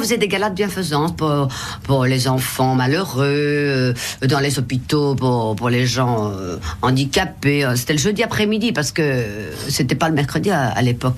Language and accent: French; Brussels, Brussels-Capital Region, Belgium; born there; je ne suis ni flamande ni wallonne, je suis brabançonne, c'est-à-dire bruxelloise.